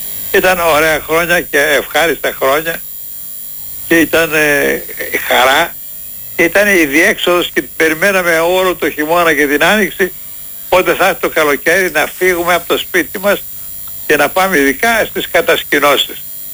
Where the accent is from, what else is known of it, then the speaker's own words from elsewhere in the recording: Athens, Attica, Greece; Σε εξοχή μεγαλώσαμε σχεδόν στην Αθήνα, σε προάστια που μέναμε.